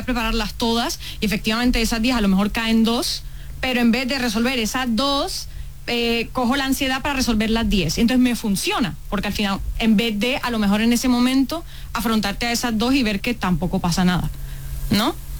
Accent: Colombia; Que siempre cuando se enteran de que vengo de Colombia a visitar a mi familia, es control aleatorio.

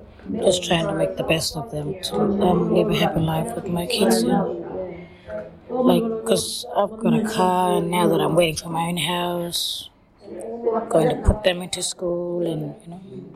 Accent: Yalata, South Australia, Australia; also born or lived in Port Augusta; I'm from Yalata Aboriginal community, and I was born in Port Augusta Hospital. Then went back home, and my grandmother is from here, Port Augusta, from my father's side. But I grew up in Yalata with my grandfather's side from my father.

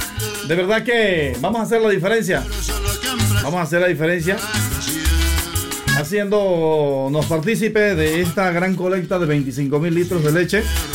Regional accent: Veraguas, Panama; Soy de allá, nosotros somos de Veraguas también.

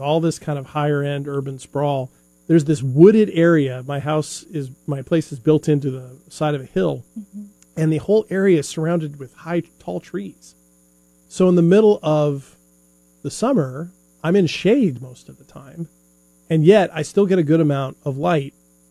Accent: Huntington Beach, California, United States; When I was growing up in Huntington Beach, California, out on the big, long city and state beach there

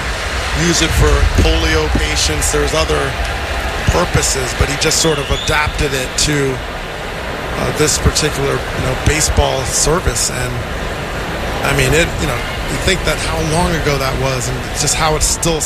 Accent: New Jersey, United States; And, you know, I grew up in New Jersey, so when he came over to the Yankees, he was very memorable.

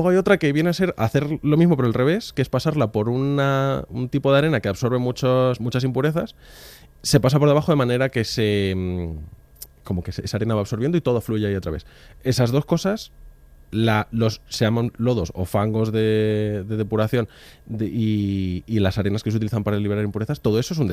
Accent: Madrid, Community of Madrid, Spain; el canal de Isabel II, que como madrileño defiendo aquí a muerte

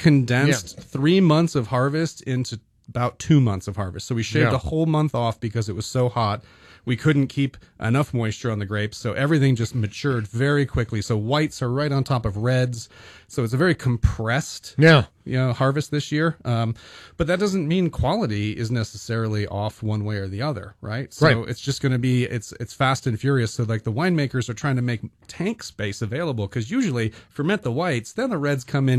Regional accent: Ohio, United States; now in New Mexico, United States; in Ohio. This is where I grew up

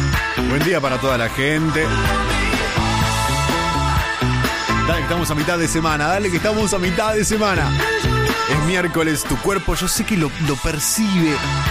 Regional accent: Balcarce, Buenos Aires Province, Argentina; now in Buenos Aires, Argentina; en mi ciudad, que yo soy de Balcarce, Balcarce que queda muy cerquita de Mar del Plata

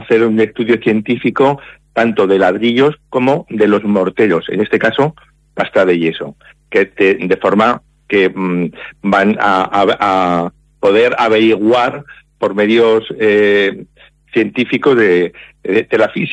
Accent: Zaragoza, Aragon, Spain; yo soy mayor, estoy jubilado, pero yo desde que comencé mi carrera profesional, soy de Zaragoza

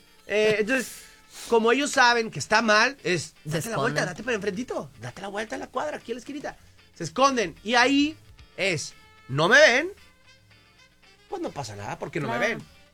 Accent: Mexico; nuestra sociedad como sociedad mexicana

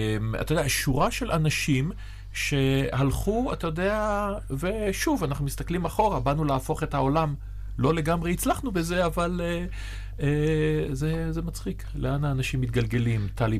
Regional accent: Haifa, Haifa District, Israel; ואני גדלתי בחיפה, שזה אומנם הכרמל, אבל זו מדינה שונה מאוד מזו של היום.

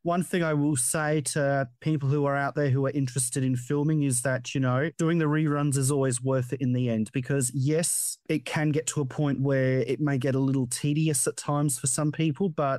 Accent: Adelaide, South Australia, Australia; born there; I was born in Adelaide.

